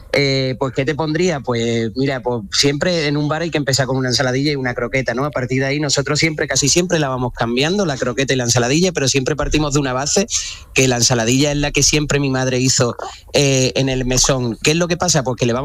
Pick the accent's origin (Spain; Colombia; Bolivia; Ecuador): Spain; Alcalá; Y es una palabra que en Alcalá se dice mucho y bueno, y como yo quería abrir un negocio en mi pueblo para la gente de mi pueblo y que se reconociera como un bar de pueblo